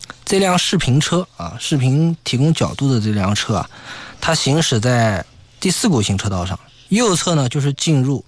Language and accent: Chinese; Nanjing, Jiangsu, China; 咱们南京人比较实在啊